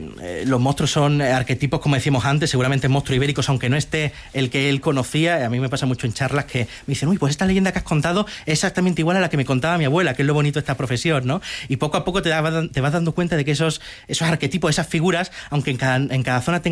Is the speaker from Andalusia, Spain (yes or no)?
yes; Andalusia, Spain; yo soy andaluz